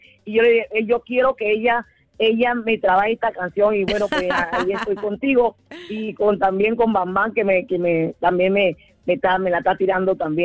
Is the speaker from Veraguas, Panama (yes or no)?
no; Panama City, Panamá, Panama; accent: Panamanian; now in United States; yo soy panameña 100% y voy a hablar. Yo me acuerdo de mi tiempo de mi Panamá allá en el Chorrillo y de la escuela yo no voy a cambiar mi acento por nadie.